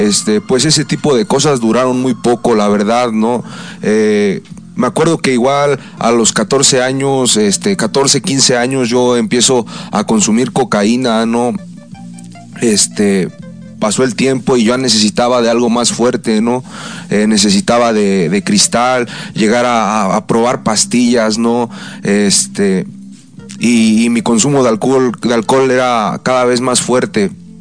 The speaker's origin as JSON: {"language": "Spanish", "town": "Toluca", "region": "State of Mexico", "country": "Mexico", "said": "Yo soy de Toluca, llego a una agrupación de Toluca, ¿no?"}